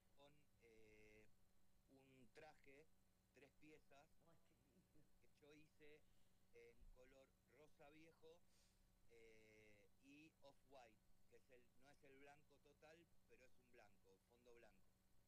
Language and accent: Spanish; Santos Lugares, Buenos Aires Province, Argentina; Yo soy de Santos Lugares, que es del otro lado de la General Paz.